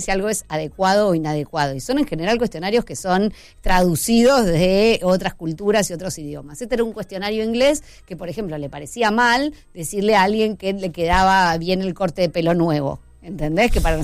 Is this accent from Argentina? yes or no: yes; Argentina; siendo la semana de mayo, digo, nos unimos todos como argentinos